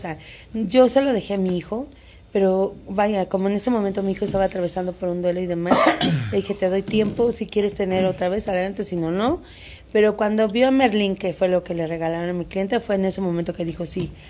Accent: Monterrey, Nuevo León, Mexico; now in Mexico City, Mexico; yo soy de Monterrey

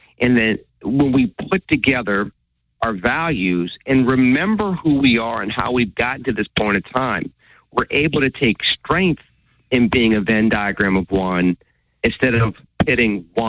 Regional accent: Pittsburgh, Pennsylvania, United States; I have all these different experiences growing up in Pittsburgh, Penn Hills, going to an Ivy League school of the South

